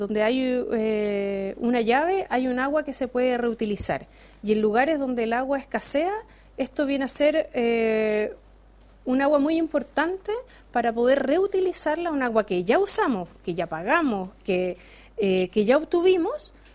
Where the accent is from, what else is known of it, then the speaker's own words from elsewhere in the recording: Ovalle, Coquimbo, Chile; Bueno, nosotros venimos de Ovalle, región de Coquimbo, un lugar fuertemente golpeado por el cambio climático y la escasez de agua.